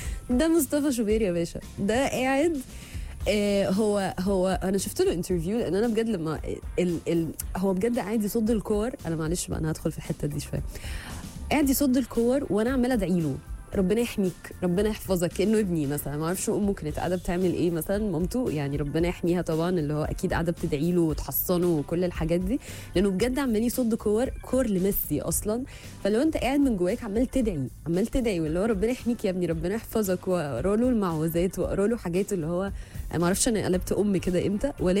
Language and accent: Arabic; Egypt